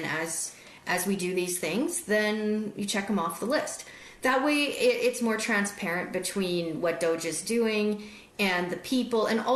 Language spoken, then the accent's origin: English; Canada; now in United States; I'm from Canada.